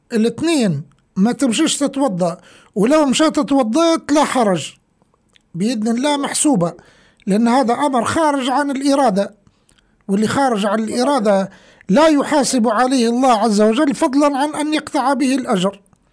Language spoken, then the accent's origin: Arabic; Libya; accent: Libyan; سطل البغلي بلهجتنا الليبية يعني دلو من الاسمنت